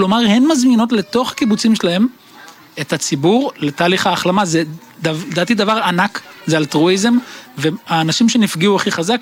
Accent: Lahav, Southern District, Israel; אז אני מקיבוץ להב, נולדתי וגדלתי כאן

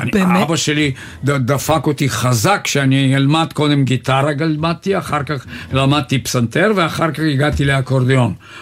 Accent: Bulgaria; Hebrew is a second language; now in Israel; אבל אני מבולגריה

